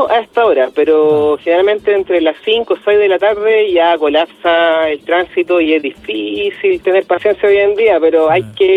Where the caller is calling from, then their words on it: Talcahuano, Biobío, Chile; Te estoy llamando desde Talcahuano